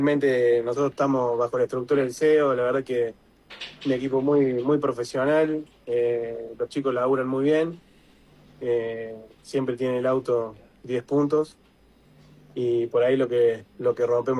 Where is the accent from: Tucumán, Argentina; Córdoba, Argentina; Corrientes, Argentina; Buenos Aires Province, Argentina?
Córdoba, Argentina; Villa Carlos Paz; yo soy oriundo de Villa Carlos Paz, mi ciudad natal es mi lugar en el mundo.